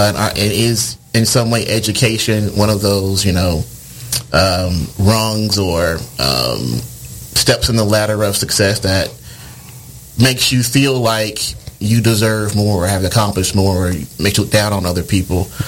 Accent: Mississippi, United States; I'm from Mississippi, yeah

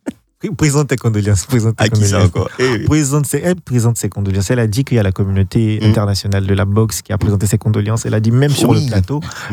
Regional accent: Côte d’Ivoire; j'y arrive en tant que bon Ivoirien.

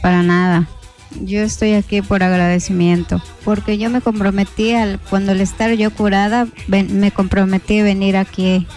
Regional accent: Felipe Carrillo Puerto, Quintana Roo, Mexico; soy de Carrillo Puerto.

